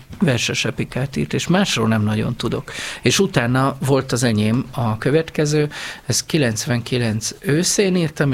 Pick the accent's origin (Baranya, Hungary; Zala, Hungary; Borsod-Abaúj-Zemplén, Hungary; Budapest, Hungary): Zala, Hungary; Keszthely; born there; a Keszthelyi járást többek között az én szülőházammal, a szülő otthonnal visszacsatolták Zala megyébe. Csak az a baj, hogy én akkor már meg voltam születve fél éve. Úgyhogy én Veszprém megyébe születtem.